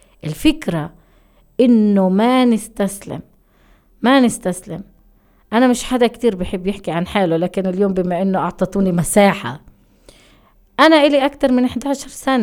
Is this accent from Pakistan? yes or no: no; Palestine; إحنا كشعب فلسطيني كلنا عنا تحديات،